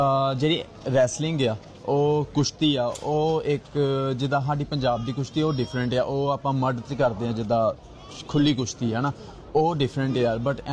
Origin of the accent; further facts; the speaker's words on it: Miankot, Punjab, India; now in Melbourne, Australia; ਹਾਂਜੀ, ਮੈਂ ਉਦਾਂ ਪੰਜਾਬ ਤੋਂ ਹਾਂ, ਗੁਰਦਾਸਪੁਰ ਤੋਂ, ਪਿੰਡ ਸਾਡਾ ਮੀਆਂਕੋਟ ਆ, ਅਤੇ ਇੱਥੇ ਮੈਂ ਆਇਆ ਸੀਗਾ 2022 'ਚ ਅਗਸਤ ਮਹੀਨੇ